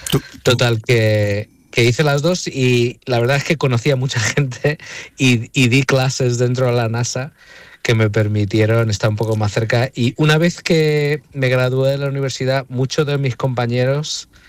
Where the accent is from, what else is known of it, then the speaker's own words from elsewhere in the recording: Málaga, Andalusia, Spain; born there; Pues mira, yo nací en Málaga porque con mi padre siendo piloto, mi madre azafata, mi madre nació en Málaga también y ajá, toda su familia estaba allí.